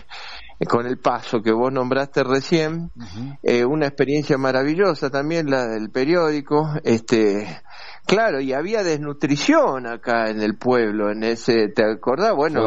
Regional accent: Buenos Aires, Argentina; siendo un porteño, vamos a decir así, era una materia

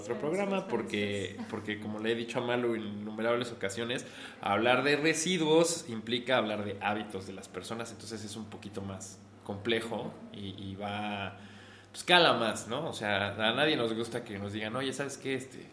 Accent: Tlaxcalancingo, Puebla, Mexico; also born or lived in San Andrés Cholula; Yo crecí aquí, en Tlaxcalancingo.

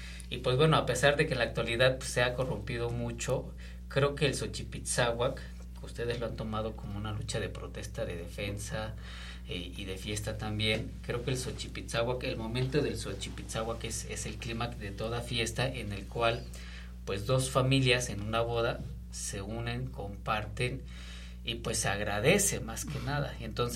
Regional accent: Mexico

